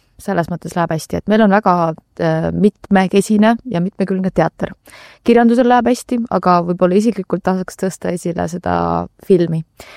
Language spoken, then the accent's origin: Estonian; Tallinn, Harju County, Estonia; mina täpselt nagu ütlesin, et Lasnamäel kasvasin ülesse, õppisin Tallinna Kuristiku gümnaasiumis